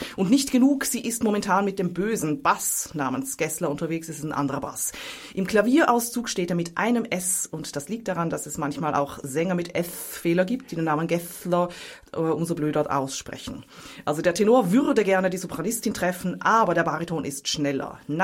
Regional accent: Zurich, Switzerland; accent: Swiss; moved away; Bin ja aus Zürich.

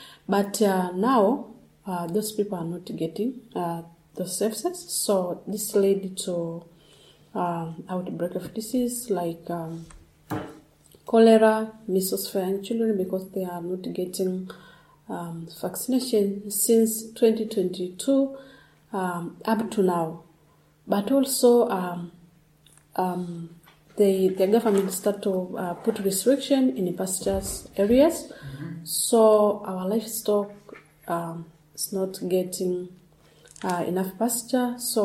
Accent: Tanzania; from Tanzania, northern part.

